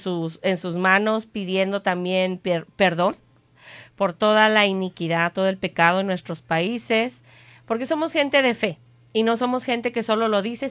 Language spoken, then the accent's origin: Spanish; Mexico